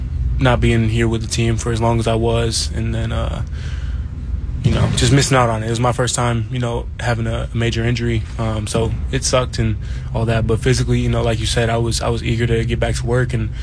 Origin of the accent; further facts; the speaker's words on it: Wisconsin, United States; moved away; especially a Wisconsin native.